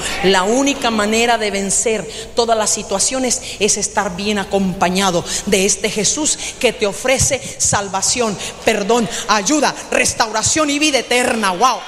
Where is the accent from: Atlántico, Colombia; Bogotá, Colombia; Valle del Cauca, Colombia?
Atlántico, Colombia; Barranquilla; vas para Barranquilla, ¿verdad? ¿Tú de dónde eres? Le digo, de ahí.